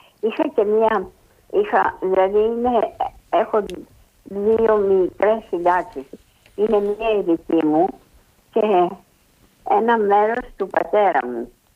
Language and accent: Greek; Athens, Attica, Greece; born there; now in Piraeus, Greece; Κοιτάξτε, εγώ Αθήνα γεννήθηκα. Αλλά βέβαια τώρα από χρόνια μένω στο Πειραιά.